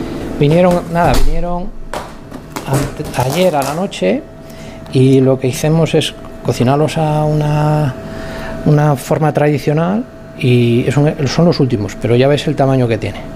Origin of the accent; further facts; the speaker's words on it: Mondoñedo, Galicia, Spain; also born or lived in Santiago de Compostela; Pues nosotros somos de Mondoñedo, a un pueblecito de aquí, pero